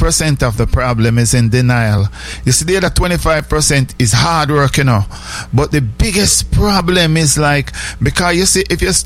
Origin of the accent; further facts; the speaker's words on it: Jamaica; you see, we grew up in Jamaica where whenever somebody we call him mad, we not call him retarded or a idiot.